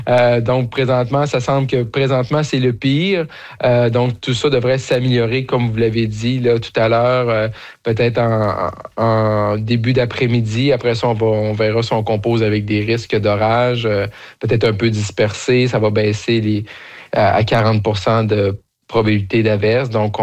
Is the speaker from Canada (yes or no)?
yes; Roberval, Quebec, Canada; je suis originaire de Roberval